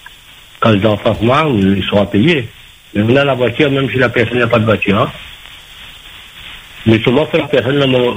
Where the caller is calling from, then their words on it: Saint-Denis, Réunion; Moi, j'habite à Saint-Denis.